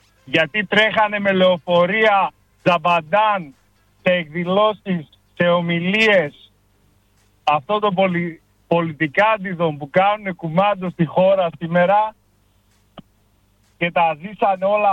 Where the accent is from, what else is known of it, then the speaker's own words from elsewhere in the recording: Greece; now in England, United Kingdom; Εγώ δεν είμαι Έλληνας. Ναι. Μεγάλωσα όμως στην Ελλάδα. Πήρα ελληνική νοοτροπία, ελληνική ιστορία, ελληνικό διαβατήριο και με το που το πήρα έφυγα τρέχοντας.